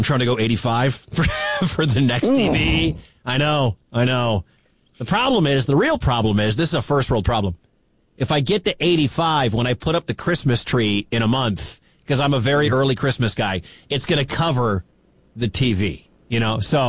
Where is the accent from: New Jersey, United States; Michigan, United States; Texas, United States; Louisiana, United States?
Michigan, United States; Detroit; I'm from Detroit. I grew up a Michigan fan.